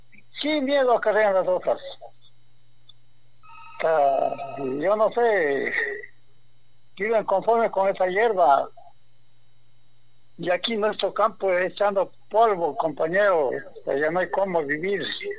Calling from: Ecuador; Yactaurco.

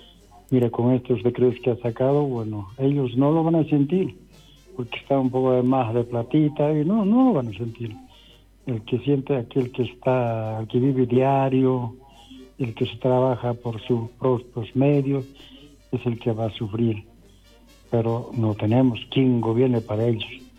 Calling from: Bolivia; Pero somos los bolivianos de buenas decisiones.

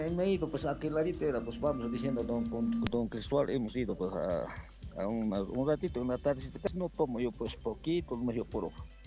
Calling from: Cochabamba, Bolivia

